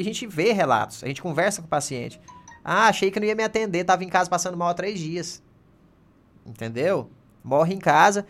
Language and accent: Portuguese; Goiânia, Goiás, Brazil; eu sou lá de Goiânia, agora temos a temporada de praia.